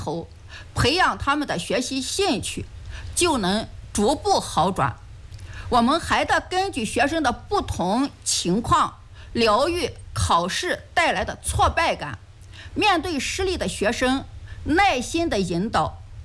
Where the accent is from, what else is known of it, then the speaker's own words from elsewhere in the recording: Ningxia, China; 是家乡的这片土地养育了我，我喜欢当老师，我热爱我的家乡。大学毕业之后，我就回到了我的高中母校平罗中学任教。